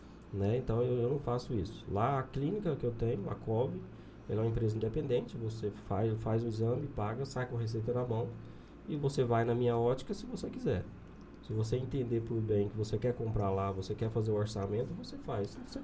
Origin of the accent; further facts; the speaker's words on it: Nova Chavantina, Mato Grosso, Brazil; now in Barra do Garças, Brazil; Aí, quando eu era mais novo, ficou umas idas e vindas, né? Que meu pai veio pra Barra quando eu tinha uns 6, 7 anos. Ficou um tempo, depois voltou pra Nova Chavantina.